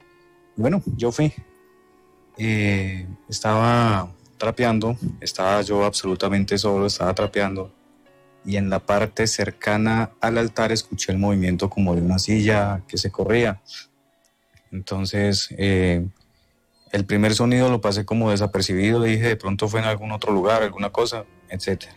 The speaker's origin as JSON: {"language": "Spanish", "region": "Huila", "country": "Colombia", "said": "Bueno, lo siguiente, yo soy del Huila."}